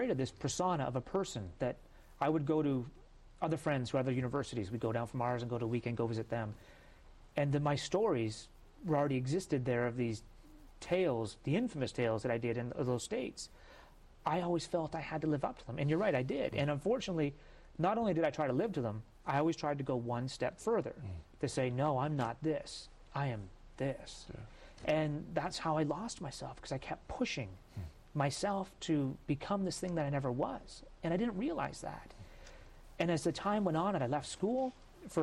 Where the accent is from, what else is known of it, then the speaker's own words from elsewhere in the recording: Canada; As a Canadian, we played road hockey nonstop.